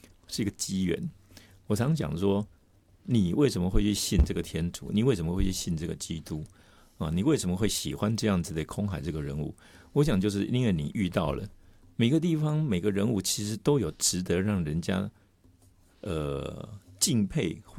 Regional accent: Taiwan

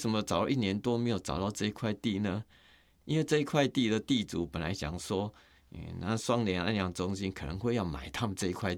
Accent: Puzi, Chiayi County, Taiwan; 在嘉义县埔子镇

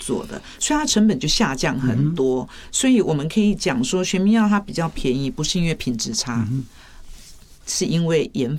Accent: Taiwan; 这个是很大的迷思就是我们台湾人讲一句话叫做贵也较好

